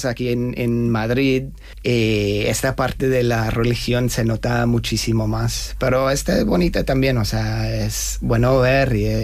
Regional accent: Australia; moved away as an adult; also born or lived in London; yo salí de Australia por primera vez con 18 años y viajaba, bueno, viví en Londres un par de años y viajaba por Europa, África, Asia

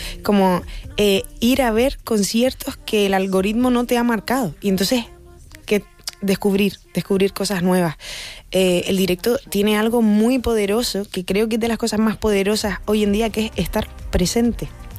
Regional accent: Canary Islands, Spain; moved away; Yo soy canaria desde que nací, llevo 14 años fuera, no se me ha ido una pizca el acento.

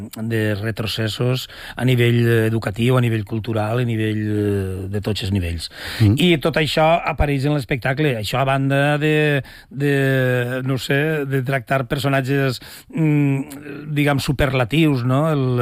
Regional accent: Valencia, Valencian Community, Spain; Jo vinc de València, del País Valencià

